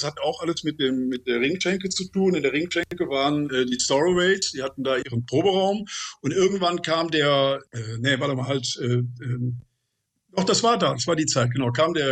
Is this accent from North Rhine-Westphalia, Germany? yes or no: yes; Cologne, North Rhine-Westphalia, Germany